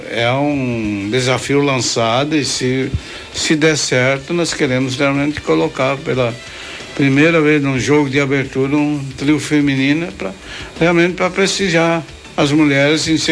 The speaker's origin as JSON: {"language": "Portuguese", "town": "Arroio do Meio", "region": "Rio Grande do Sul", "country": "Brazil", "tie": "born there", "said": "mesmo sendo arroiomense, nascido em Arroio do Meio"}